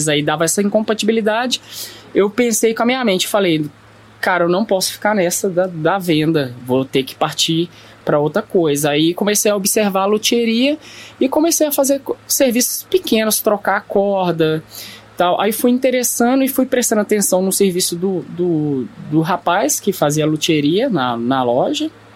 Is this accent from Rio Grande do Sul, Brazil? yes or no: no; Belo Horizonte, Minas Gerais, Brazil; Eu nasci e fui criado no Barreiro.